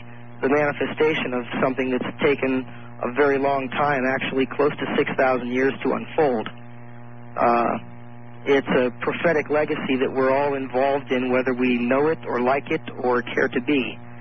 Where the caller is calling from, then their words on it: Colorado, United States; I'm calling from the Roaring Fork Valley in Colorado.